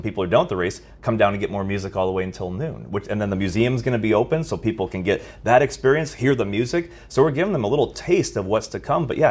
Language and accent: English; Davenport, Iowa, United States; I'm from Davenport, Iowa